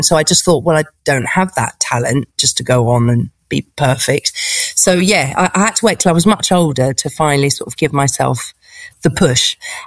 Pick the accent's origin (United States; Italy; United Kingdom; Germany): United Kingdom; As a British person, stand-up comedy is sort of very central part